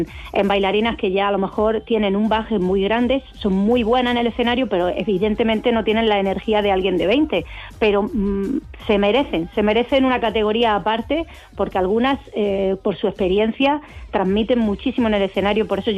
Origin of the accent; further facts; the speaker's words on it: Almería, Andalusia, Spain; yo estoy aquí en Almería, soy de Almería